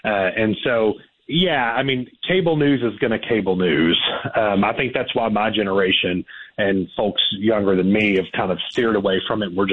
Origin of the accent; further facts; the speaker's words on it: Texas, United States; Well, you know, I'm a Democrat from East Texas. And when I was growing up, as you noted, in the 90s, we were all Democrats out in East Texas. I'm from a farm family out there.